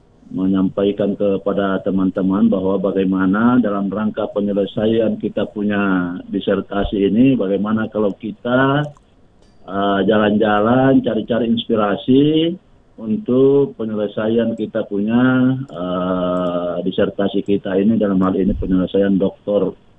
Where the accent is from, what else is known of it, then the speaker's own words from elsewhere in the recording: South Sulawesi, Indonesia; born there; moved away; desa saya, yaitu Desa Ara, di mana pinggir laut